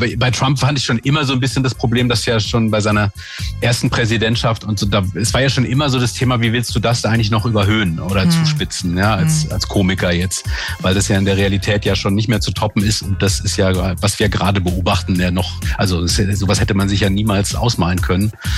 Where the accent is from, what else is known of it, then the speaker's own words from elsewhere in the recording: Freiburg, Baden-Württemberg, Germany; Genau, ich wohne jetzt wieder in meiner alten Heimat und mir geht's sehr gut.